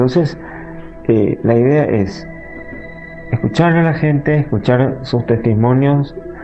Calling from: Asunción, Paraguay; Los escucho desde Asunción, Paraguay.

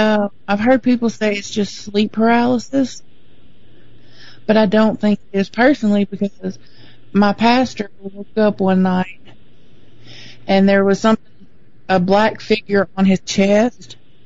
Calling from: Arkansas, United States; I'm from Arkansas.

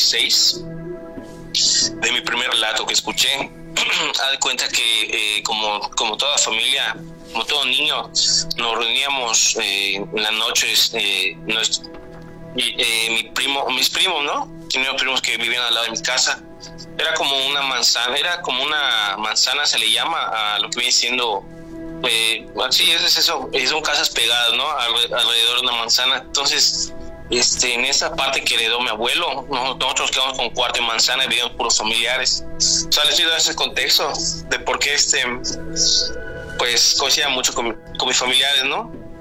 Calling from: Mérida, Yucatán, Mexico; de Mérida, Yucatán.

